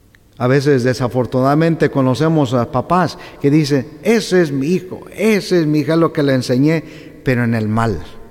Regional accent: Ario de Rosales, Michoacán, Mexico; Yo, por ejemplo, soy de Ario de Rosales, de Michoacán, y de ahí es

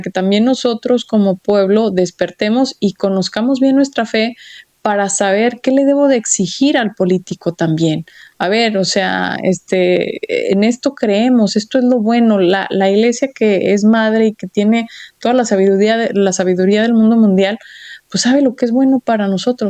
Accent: Mexico; chapulines decimos en México, porque saltan de la izquierda a la derecha y terminan sin identidad

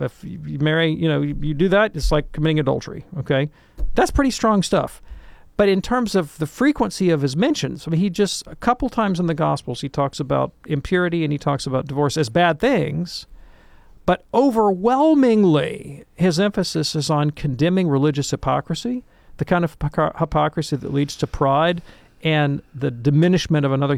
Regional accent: Alabama, United States; I think about where I'm from, which is Alabama. I'm from the South.

